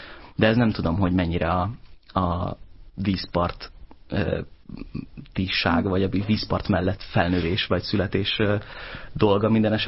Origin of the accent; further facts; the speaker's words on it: Siófok, Somogy, Hungary; Pedig hát siófoki vagyok összességében. Sziklak felsőn nőttem föl, az volt, ott töltöttem az első 14 évem egy gyerekként. De Siófokra jártam általános iskolába